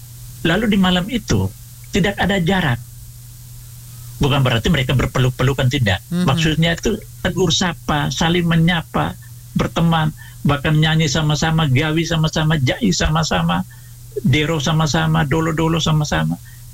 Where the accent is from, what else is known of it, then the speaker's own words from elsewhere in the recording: Flores, East Nusa Tenggara, Indonesia; kami orang Flores